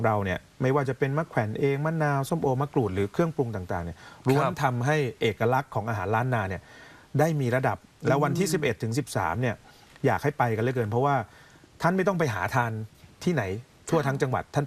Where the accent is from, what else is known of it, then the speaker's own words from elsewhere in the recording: Southern Thailand, Thailand; ผมเป็นคนใต้